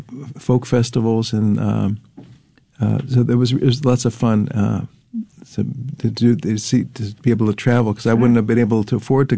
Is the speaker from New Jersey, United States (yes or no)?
yes; New Jersey, United States; moved away as an adult; also born or lived in Bethlehem, Pennsylvania / Easton, Pennsylvania; I grew up in New Jersey, and I moved to Pennsylvania to go to school and stuck around because of Godfrey Daniels Coffee House. But I lived in Bethlehem and Easton, Pennsylvania.